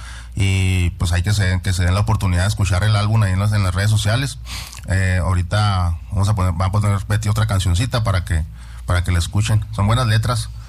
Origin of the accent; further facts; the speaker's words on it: Delicias, Chihuahua, Mexico; somos hermanos, aquí de Delicia, Chihuahua.